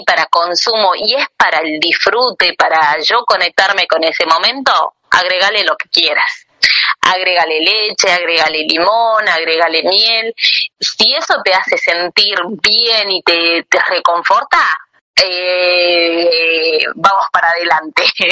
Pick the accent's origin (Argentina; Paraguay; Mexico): Argentina; Tucumán; Yo soy tucumana